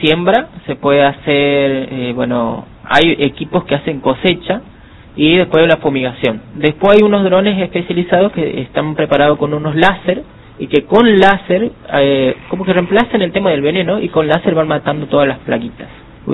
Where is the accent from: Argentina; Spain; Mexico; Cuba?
Argentina; Formosa; moved away; todos me preguntan, ¿soy de Formosa o de Salta? No, de Formosa soy, pero ¿por qué no hablas así con la cantadita del Paraguay? Y porque, bueno, nosotros tenemos, viste que nuestra cultura es salto-chaqueña